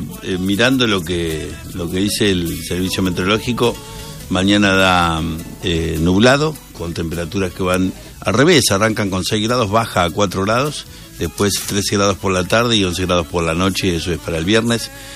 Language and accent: Spanish; Argentina